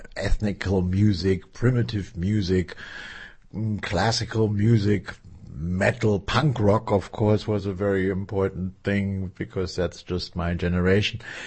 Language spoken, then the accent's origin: English; Berlin, Germany; English is a second language; I was born in the now not existing anymore city of West Berlin, and I was born in the in the American sector in Neukölln.